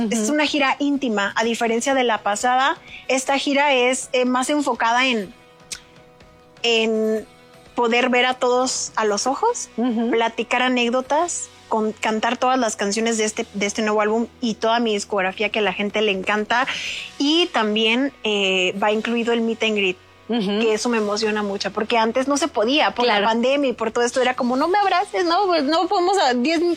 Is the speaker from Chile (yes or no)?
no; Culiacán, Sinaloa, Mexico; Yo soy de Culiacán.